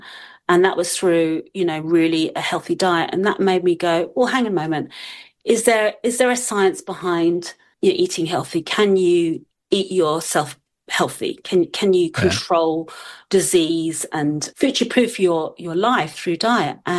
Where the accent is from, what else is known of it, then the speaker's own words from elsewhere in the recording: London, United Kingdom; accent: English; moved away; I was born in London. I was actually born right in the centre, so St Thomas's Hospital, which is like a stone's throw from Waterloo. And I literally lived 5 minutes from Waterloo.